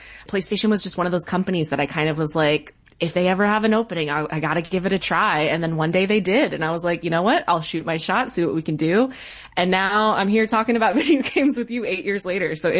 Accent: East Coast, United States; now in San Francisco, United States; So like I grew up on the East Coast. I live in San Francisco now

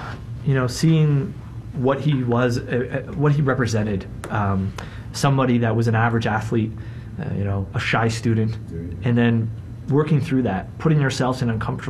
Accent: Toronto, Ontario, Canada; not only is it my hometown

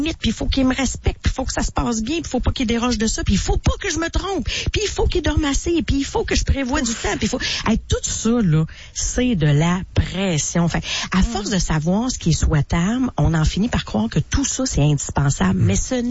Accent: Quebec, Canada; Nous autres, on est entre tout, là, en fait.

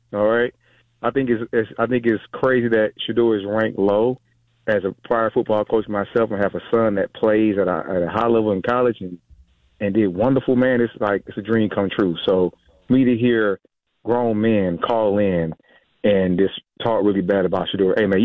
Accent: Georgia, United States; You know what? I'm from Georgia, and I think he should be ranked number one

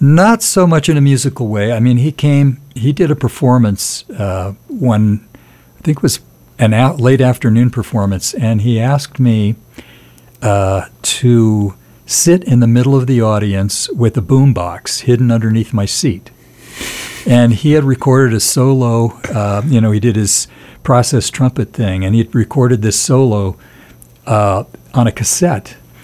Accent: Tucson, Arizona, United States; I grew up in Tucson, Arizona.

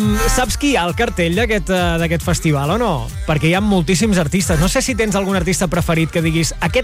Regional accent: Vic, Catalonia, Spain; jo sóc de Vic

